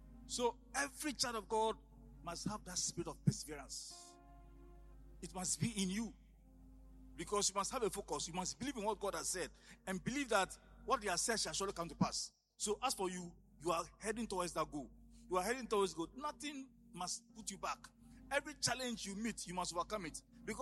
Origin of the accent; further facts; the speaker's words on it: Etibi, Ghana; So they were bringing me from my hometown, Etibi, to Accra.